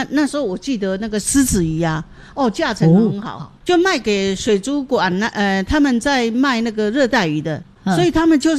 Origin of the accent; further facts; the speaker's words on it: Keelung, Taiwan; 因为我在这里出生，早期这里就是一个很传统的渔村